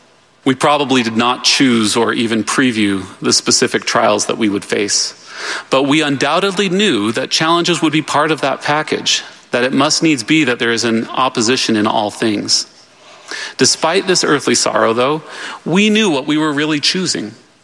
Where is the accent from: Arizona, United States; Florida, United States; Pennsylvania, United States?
Arizona, United States; St. John's; and my hometown of St. John's, Arizona.